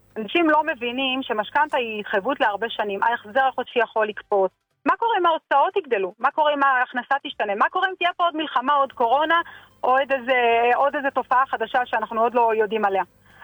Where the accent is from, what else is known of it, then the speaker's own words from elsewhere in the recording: Northern Israel, Israel; זה מה שקורה אצלנו בצפון.